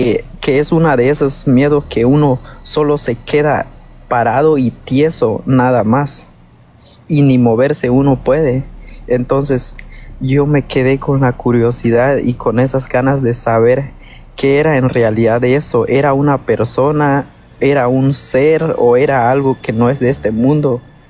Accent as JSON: {"language": "Spanish", "country": "Guatemala", "said": "y ya ve que en mi país, Guatemala, a veces llovía y empezaba los truenos y el relámpago y todo eso."}